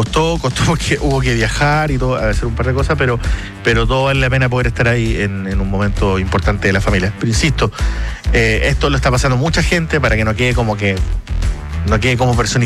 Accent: Punta Arenas, Magallanes and Chilean Antarctica, Chile; moved away; venimos todos de Punta Arenas, a todos le ha costado, somos tres hermanos

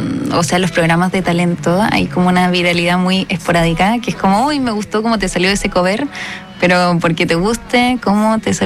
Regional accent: Los Andes, Valparaíso, Chile; soy de los Andes.

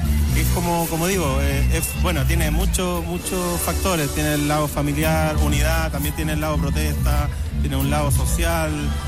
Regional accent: Cauquenes, Maule, Chile; born there; now in Santiago, Chile; porque es mi tierra, o sea, nací ahí, está toda mi gente.

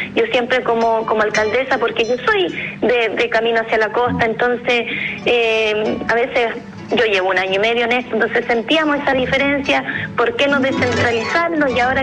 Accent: Chile; el corazón se le inflama como chileno también, claro.

